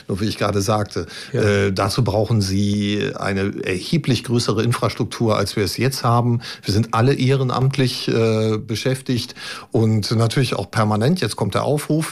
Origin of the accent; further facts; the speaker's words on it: Lower Saxony, Germany; born there; now in Braunschweig, Germany; ich bin 57 Jahre alt, gebürtig in der Lüneburger Heide und aber seit jetzt schon fast 30 Jahren Braunschweiger